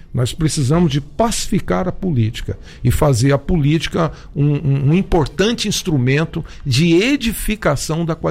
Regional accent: Goiânia, Goiás, Brazil; born there; Eu sou goiano, sou goianiense, nasci em Goiânia

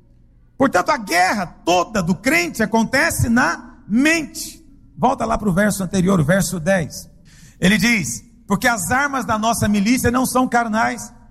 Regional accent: Goiânia, Goiás, Brazil; De onde você é? Eu sou de Goiânia.

